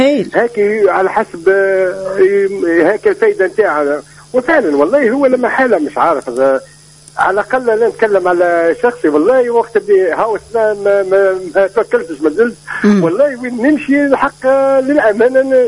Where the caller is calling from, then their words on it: Gabès, Gabès Governorate, Tunisia; مستمع وفي من قادس